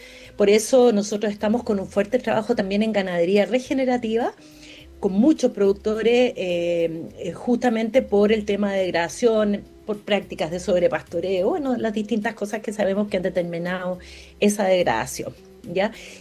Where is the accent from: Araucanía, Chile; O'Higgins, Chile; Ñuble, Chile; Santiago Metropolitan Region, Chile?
O'Higgins, Chile; No, yo soy de O'Higgins.